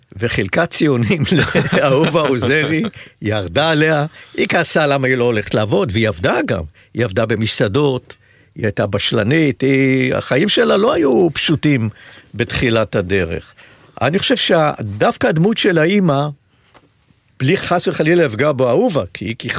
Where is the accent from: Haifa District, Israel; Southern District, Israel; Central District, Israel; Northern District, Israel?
Southern District, Israel; Beersheba; אני גדלתי בבר שבע, בשנות ה-50. ולפחות כל בית ספר עממי, מה שנקרא, עד גיל 12 פלוס. ובאר שבע, באותה תקופה, לא דומה לבאר שבע של היום.